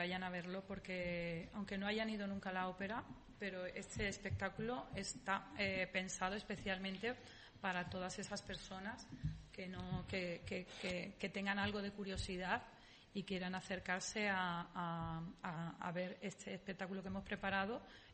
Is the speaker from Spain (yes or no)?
yes; Madrid, Community of Madrid, Spain; now in Sanlúcar de Barrameda, Spain; Pues mira, yo que soy de origen madrileño, para mí Sanlúcar de Barrameda es yo porque he vivido en muchos sitios.